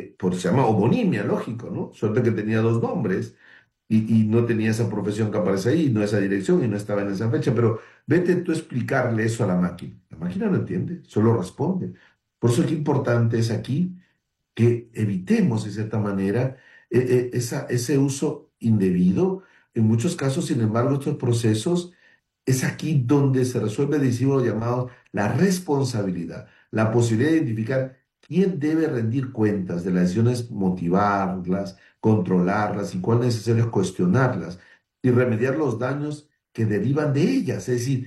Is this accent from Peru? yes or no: yes; Tumbes, Peru; Recuerdo que hace mucho tiempo, les cuento algo muy personal, yo soy de Tumbes, en el norte